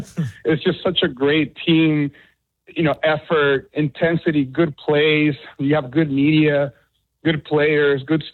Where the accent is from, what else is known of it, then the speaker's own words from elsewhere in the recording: Cancún, Quintana Roo, Mexico; moved away; it was something that I grew up with in Cancun.